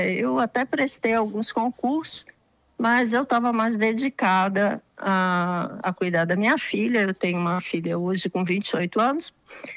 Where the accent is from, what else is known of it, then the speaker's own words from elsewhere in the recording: Niterói, Rio de Janeiro, Brazil; moved away as an adult; also born or lived in Bom Jardim, Brazil / Santos, Brazil; foi no Rio de Janeiro, no estado do Rio de Janeiro. No interior do Rio de Janeiro, eu nasci numa cidade pequenininha, lá, chamada Bom Jardim. E passado um tempo, eu fui viver em Niterói. E aí cresci em Niterói. E é assim, eu me considero uma pessoa do interior.